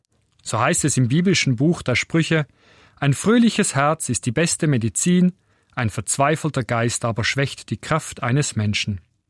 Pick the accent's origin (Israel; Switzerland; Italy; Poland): Switzerland; moved away as an adult; now in Mittweida, Germany; Als Schweizer, der damals erst kurz in Deutschland lebte